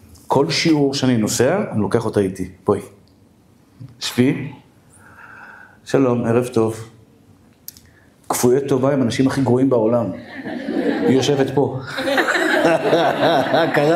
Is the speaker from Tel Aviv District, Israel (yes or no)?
yes; Tel Aviv, Tel Aviv District, Israel; born there; אני בן אדם פשוט, נולדתי בשכונת התקווה, תמיד אני אשאר כזה.